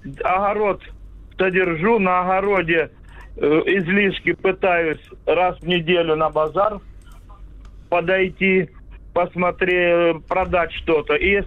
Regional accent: Shebekino, Belgorod Oblast, Russia; Я из под Шебекино.

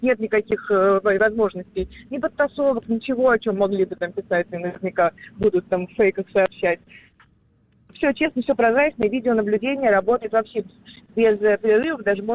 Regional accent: Samara Oblast, Russia; я там из Самарской области

